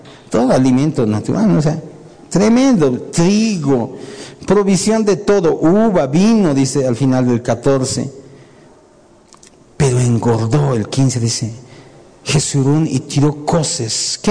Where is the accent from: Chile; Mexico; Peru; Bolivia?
Bolivia; Uyuni, Potosí; soy de Uyuni, Bolivia, y no me, de aquí nadie me mueve.